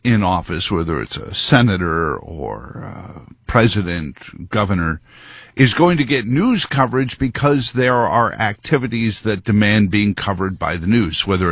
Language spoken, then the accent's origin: English; New York City, New York, United States; moved away; Grew up there. My hometown is New York City. Queens, technically. Not far from where President Trump grew up. He's about 10 years my senior.